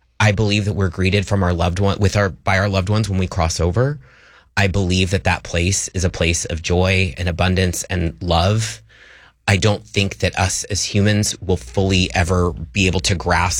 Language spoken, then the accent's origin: English; Ohio, United States; I grew up in Ohio in a conservative family.